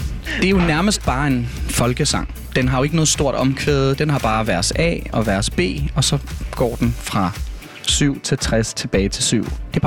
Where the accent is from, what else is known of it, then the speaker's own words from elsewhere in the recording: Copenhagen, Capital Region of Denmark, Denmark; Fordi jeg voksede op på Christiania, så var der jo mange musikere, som rejste igennem.